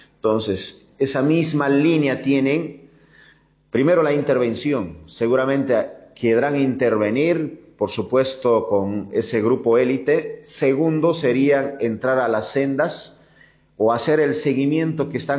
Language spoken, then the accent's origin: Spanish; Bolivia; estamos esperando como pueblo boliviano